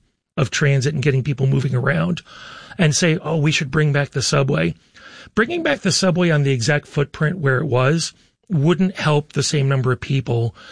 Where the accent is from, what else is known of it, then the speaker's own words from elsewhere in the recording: New York, United States; now in Rochester, United States; Growing up outside New York City and riding trains and using transit is just a part of life. I grew up in the suburbs, worked in New York City.